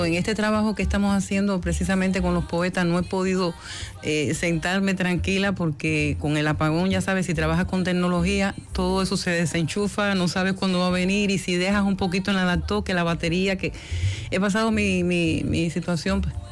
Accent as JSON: {"language": "Spanish", "country": "Cuba", "said": "Yo me siento feliz de ser cubano"}